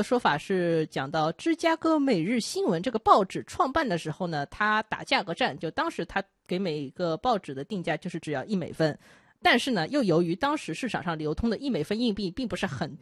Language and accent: Chinese; China; 我们中国人